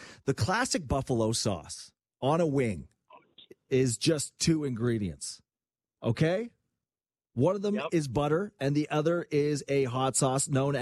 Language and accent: English; Canada; we are Canadian